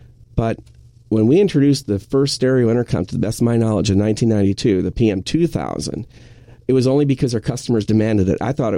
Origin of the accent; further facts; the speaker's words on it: Manitowoc, Wisconsin, United States; Right. I'm from Manitowoc, Wisconsin. My wife is from Oshkosh. And this is like coming home.